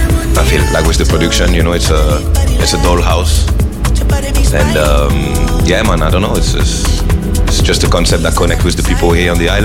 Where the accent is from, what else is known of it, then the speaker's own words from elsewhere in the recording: Marseille, Provence-Alpes-Côte d'Azur, France; Spanish is a second language; now in Miami, United States; si yo nací en Marsella y hay una mezcla de gente de Italia, de España, de gypsies, de Italians, de Corsicans, de todo. Entonces, I grew up with those people. And they're all part of me now.